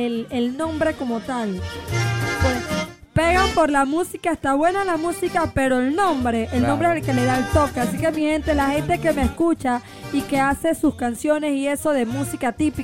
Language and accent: Spanish; Las Palmas, Veraguas, Panama; Mira, oye, yo también soy de Veragua, dice, qué bueno. ¿De qué parte de Veragua eres? Yo soy de Las Palmas, ¿y tú?